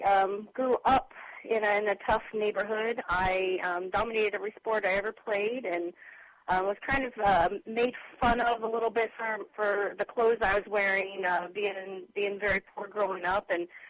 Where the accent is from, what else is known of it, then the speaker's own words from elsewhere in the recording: Kansas City, Kansas, United States; Kansas City, Kansas. I'm an original Wyandotte. We call ourselves the original Dots now. I'm from Wyandotte County